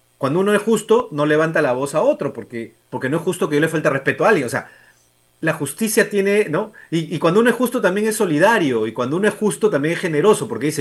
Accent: Lima, Peru; born there; yo nací acá en Lima, ya. Pero ¿qué culpa tengo yo de haber nacido aquí? Pero mis papás son del interior.

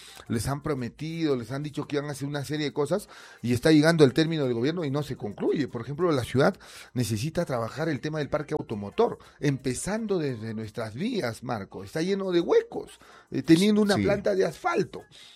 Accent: Viques, Junín, Peru; hasta mi tierra, Víquez, ¿no?

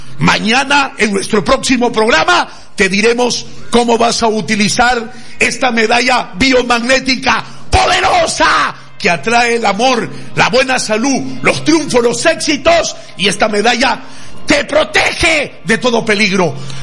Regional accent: Mexico; now in Tacna, Peru; Dime que soy un mexicano mentiroso, un charlatán, un fanfarrón.

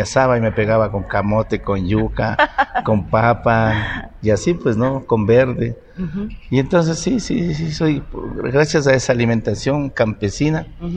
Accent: Pimampiro, Imbabura, Ecuador

